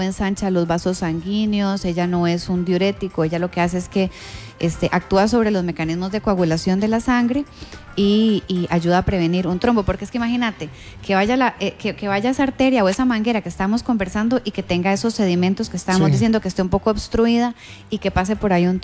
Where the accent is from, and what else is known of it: Costa Rica